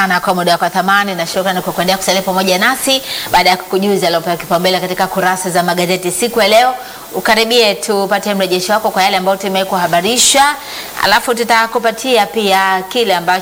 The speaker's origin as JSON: {"language": "Swahili", "region": "Mbeya", "country": "Tanzania", "tie": "born or raised there", "moved": "yes", "lives_now": "Dar es Salaam, Tanzania", "said": "kule kwetu nyumbani kwetu kabisa kule Iganzo. Kule Mbeya, si ndio? Leo hii nina miaka kadhaa sijaenda nyumbani."}